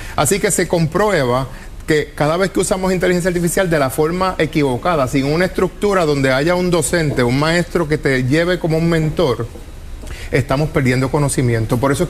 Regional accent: Puerto Rico; como puertorriqueños y como Puerto Rico entero.

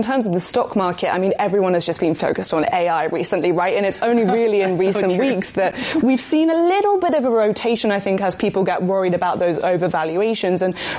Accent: Cambridge, East of England, United Kingdom; I was just at home in the UK actually, and they're opening, you know, these new flagship stores in my hometown of Cambridge.

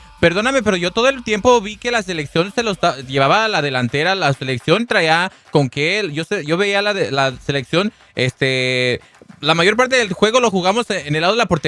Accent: Mexico; eso no quita el hecho de que sigamos siendo orgullosamente mexicanos y orgullosos de la selección.

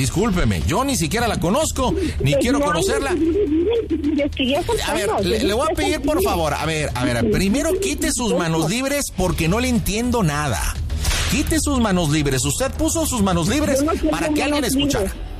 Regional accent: Nuevo León, Mexico; me está criticando porque soy una persona nacida en Nuevo León. Soy regia, soy fuerte, soy contundente.

